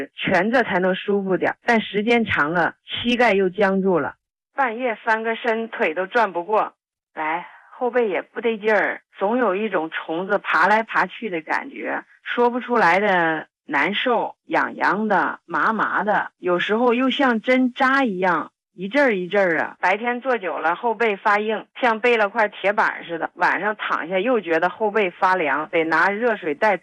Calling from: Daqing, Heilongjiang, China; 今年70了，从黑龙江大庆打过来的，

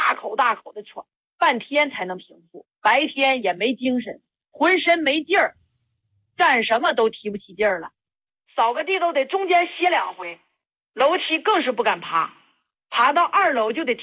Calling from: Shandong, China; 我是山东这边的，今年58。

